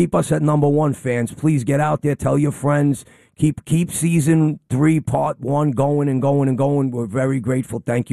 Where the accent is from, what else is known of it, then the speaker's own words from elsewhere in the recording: Gravesend, New York, United States; Yeah, that's where I grew up.